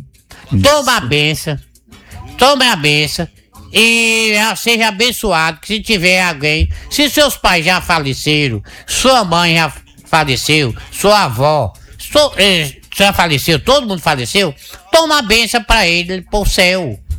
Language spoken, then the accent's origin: Portuguese; Northeast Region, Brazil; Sou nordestino com muito orgulho.